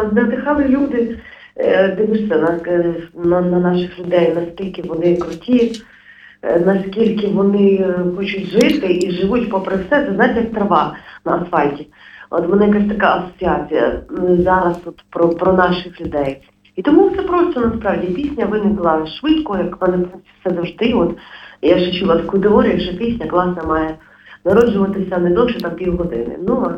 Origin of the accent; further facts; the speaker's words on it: Lutsk, Volyn Oblast, Ukraine; now in Kyiv, Ukraine; я взагалі родом села Злуцька з Заходу, але зараз все в Києві живу.